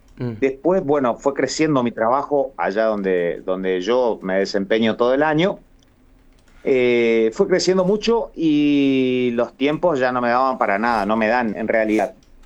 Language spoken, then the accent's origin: Spanish; Argentina